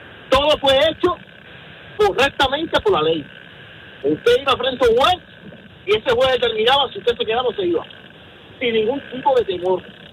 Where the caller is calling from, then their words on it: Puerto Rico; Yo soy puertorriqueño